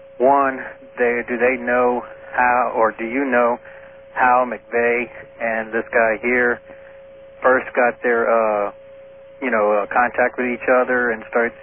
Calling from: Kingman, Arizona, United States; I'm calling from Kingman, Arizona.

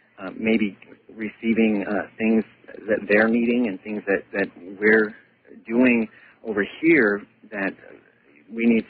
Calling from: Seattle, Washington, United States; I'm calling from Seattle.

